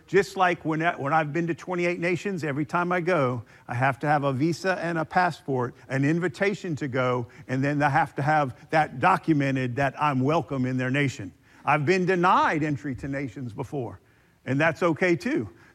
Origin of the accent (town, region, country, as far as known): United States